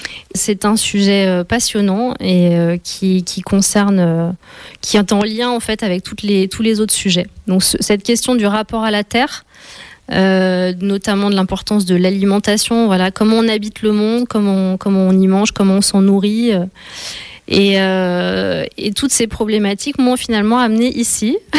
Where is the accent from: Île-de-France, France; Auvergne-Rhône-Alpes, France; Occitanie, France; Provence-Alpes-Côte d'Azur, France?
Auvergne-Rhône-Alpes, France; Lyon; Donc moi, je viens de Lyon donc j'ai travaillé pendant longtemps dans la communication.